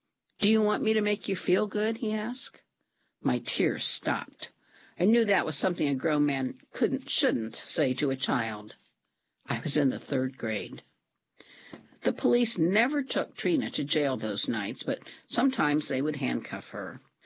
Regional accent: Lexington, Kentucky, United States; from Kentucky, and I was raised in a crack house. At the Charlotte Court Housing Project in Lexington, Kentucky, the apartment complexes were all the same.

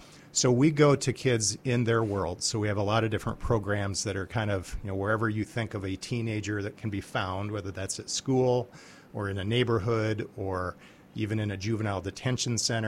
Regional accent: Exira, Iowa, United States; now in Mason City, United States; I am a native Iowan. I grew up in Southwest Iowa, small little farm town called Exira.

